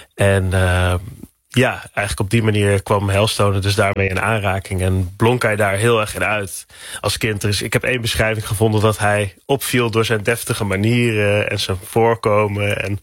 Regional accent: North Brabant, Netherlands; mijn Brabantse dorp waar ik opgroeide.

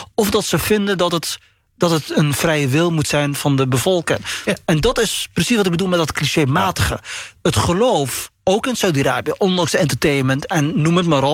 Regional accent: Netherlands; Maar ik spreek Nederlands, ben hier opgegroeid. Ik heb van de cultuur meegekregen. En dat maakt mij Nederlands.

